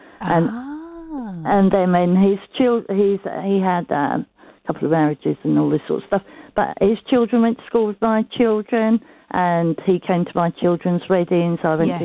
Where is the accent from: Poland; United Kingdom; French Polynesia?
United Kingdom; Biggleswade, East of England; I grew up in Mead End in Biggleswade years ago.